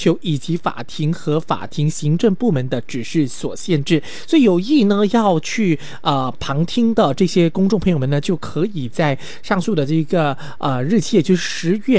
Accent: Sabah, Malaysia; 属于我们沙巴人啊，

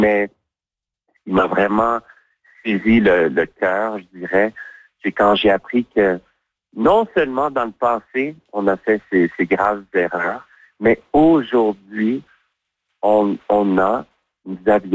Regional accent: Montreal, Quebec, Canada; moi, je suis originaire de Montréal et je suis un des Canadiens

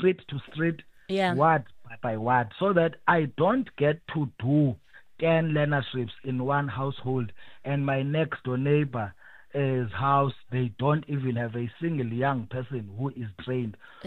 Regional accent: Grahamstown, Eastern Cape, South Africa; I'm from Grahamstown.

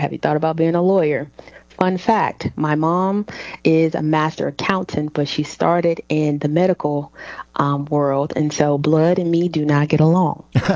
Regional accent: Alabama, United States; So I am from Alabama, the tri-area, so where Alabama, Mississippi, and Tennessee meets. I always tell people if they know where Huntsville is

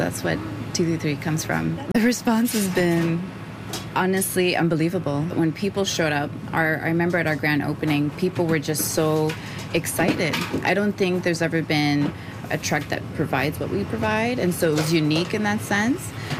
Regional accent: Zimbabwe; moved away; I'm from Southern Africa, Zimbabwe. We don't have jollof rice in my country.

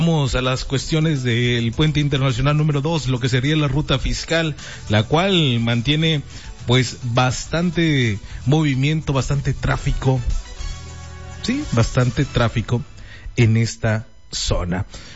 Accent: Mexico; de nosotros como mexicanos

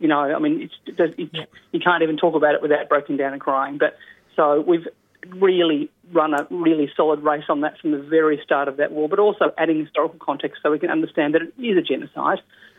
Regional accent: Melbourne, Victoria, Australia; moved away as an adult; whenever I'm back in my hometown of Melbourne, I don't live in Melbourne anymore

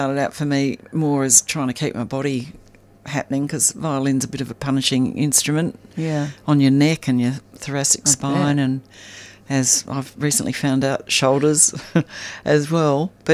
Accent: Armidale, New South Wales, Australia; From Armidale, where we grew up in New South Wales.

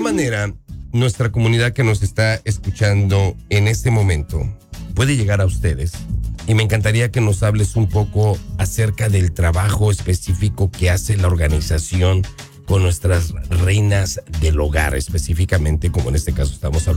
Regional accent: Mexico; como mexicanos, exacto, tenemos ese título de que somos muy machistas.

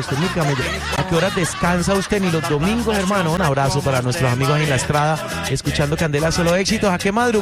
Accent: Antioquia, Colombia; con esta música, pues de mi tierra, y nos fuimos muy paisas

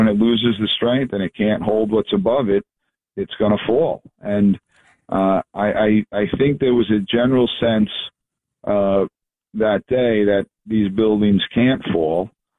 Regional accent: New York, United States; growing up in New York

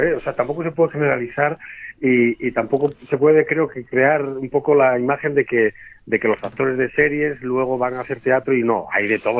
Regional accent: Lugones, Asturias, Spain; mi pueblo, Lugones, yo soy asturiano

